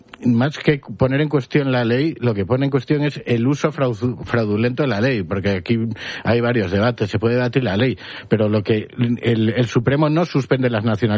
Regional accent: Galicia, Spain; now in Madrid, Spain; Yo soy gallego, pero como resido en Madrid, voto en las elecciones autonómicas de Madrid.

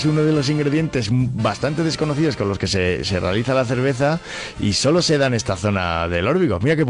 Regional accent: Llamas de la Ribera, Castile and León, Spain; Llamas de la Ribera, que es mi pueblo, también en la provincia de León.

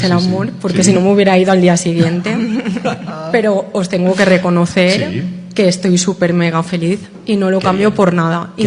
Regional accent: L'Alcúdia, Valencian Community, Spain; moved away as an adult; now in La Pedraja de Portillo, Spain; yo vengo de Valencia.

